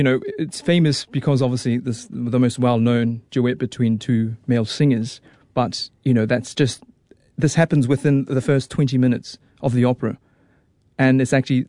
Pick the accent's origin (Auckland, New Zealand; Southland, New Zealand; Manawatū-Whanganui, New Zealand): Auckland, New Zealand; born or raised there